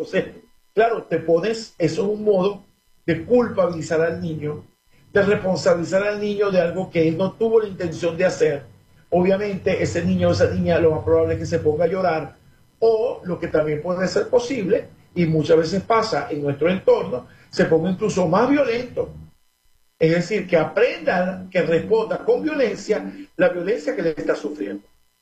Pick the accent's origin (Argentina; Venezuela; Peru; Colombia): Venezuela; si nosotros estamos como venezolanos o culturalmente condicionados a comunicarnos violentamente